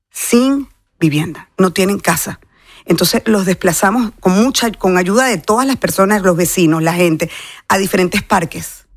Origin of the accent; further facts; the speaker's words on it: Venezuela